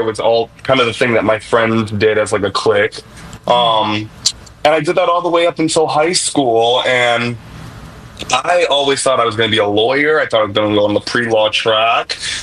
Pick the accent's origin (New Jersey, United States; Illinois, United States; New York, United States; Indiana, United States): Illinois, United States; Chicago; I'm from Chicago